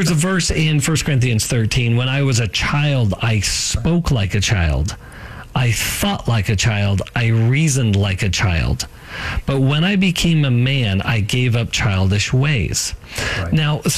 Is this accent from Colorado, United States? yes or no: yes; Colorado, United States; born or raised there